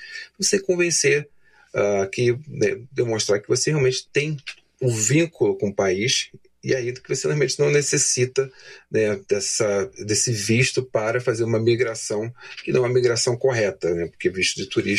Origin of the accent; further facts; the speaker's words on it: Brazil; Então, falando do Brasil, porque caso nós somos brasileiros, mas de qualquer parte do mundo, né?